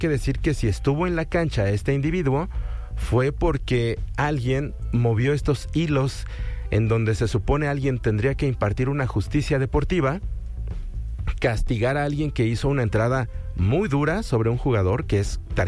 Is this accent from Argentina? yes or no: no; Mexico